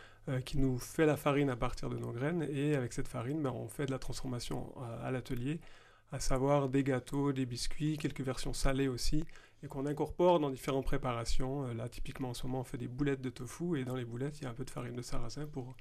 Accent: Switzerland; moved away as an adult; now in Aveyron, France; Moi, je suis de Suisse

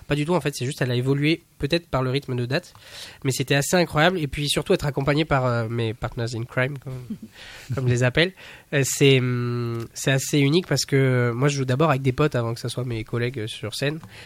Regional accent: La Brède, Nouvelle-Aquitaine, France; Alors moi, je viens de ce village de Labrède. Labrède, il faut savoir que c'est un village avec à peu près 4 000 habitants aujourd'hui.

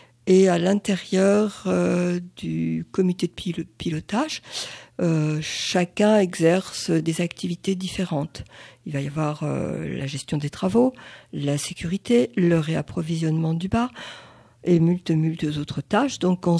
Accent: Île-de-France, France; moved away; Je suis arrivée ici en 1993. Et je venais de région parisienne, de Seine-et-Marne, et j'ai poussé dans la région de la forêt de Fontainebleau.

